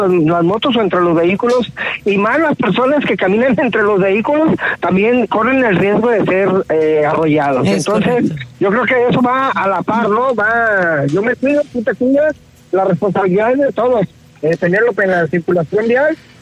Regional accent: Mexico; Y como mexicano decimos

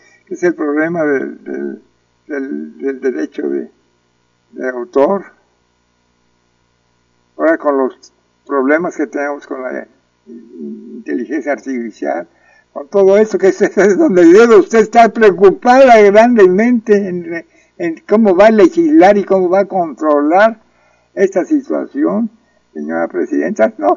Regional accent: Mexico; si somos realmente mexicanos todos nosotros?

